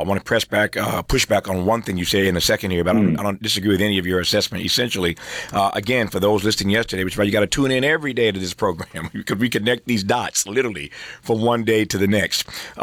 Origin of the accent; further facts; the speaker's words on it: Indiana, United States; In Indiana, my home state, a few weeks ago